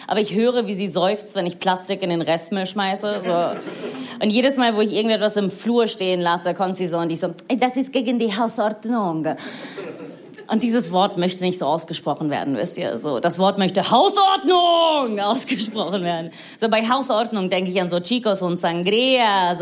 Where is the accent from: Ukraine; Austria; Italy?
Italy; Rome, Lazio; German is a second language; now in Germany; Cool, ja, Finn hat's gesagt, ich bin in Rom aufgewachsen, ich bin Italienerin und ich weiß, ihr seid gerade alle unfassbar stolz auf mein Deutsch.